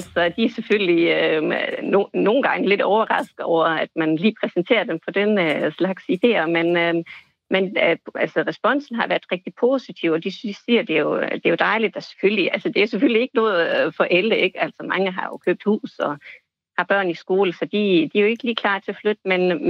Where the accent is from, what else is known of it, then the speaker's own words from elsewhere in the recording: Germany; Danish is a second language; moved away as an adult; now in Denmark; jeg var selv tysker, altså jeg var selv flyttet heroppe for 13 år siden